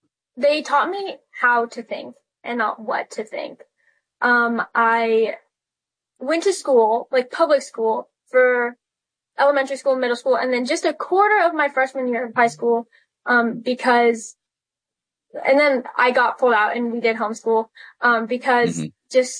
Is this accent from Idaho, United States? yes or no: yes; Idaho, United States; which is weird for the state that I grew up in. I grew up in Idaho, and it's just weird to see a liberal town, liberal high school.